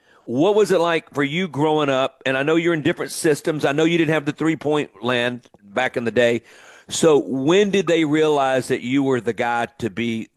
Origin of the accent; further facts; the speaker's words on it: the South, United States; And, we grew up in the South, you and me.